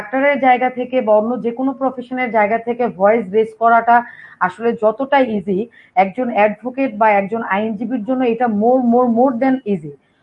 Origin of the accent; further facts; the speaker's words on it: Bangladesh; আমরা যখন যে সময়টাতে বাংলাদেশের প্রেক্ষাপটে বড় হয়েছি, আমি বলছি আসলে 80-এর দশকের কথা